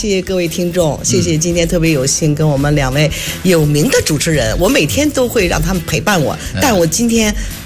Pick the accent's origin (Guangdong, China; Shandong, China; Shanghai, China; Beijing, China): Beijing, China; 我是地道的北京人，而且是南城人。